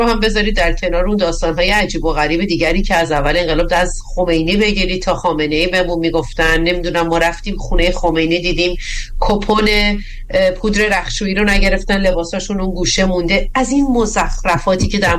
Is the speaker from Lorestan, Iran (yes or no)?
no; Gilan, Iran; خب من دستمو گرفتم بالا، من گیلکم.